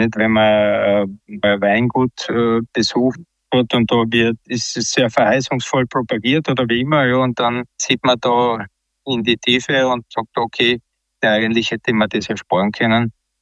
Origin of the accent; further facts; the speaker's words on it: Styria, Austria; born there; now in Klagenfurt, Austria; in Klagenfurt zu Hause, geboren in der Steiermark, nur in Kürze 67 Jahre jung.